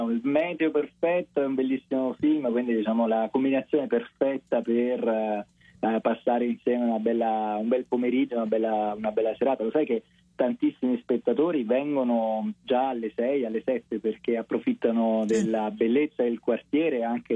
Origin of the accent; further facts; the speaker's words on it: Naples, Campania, Italy; da napoletano, quando un non napoletano interpreta, insomma, dei personaggi della mia città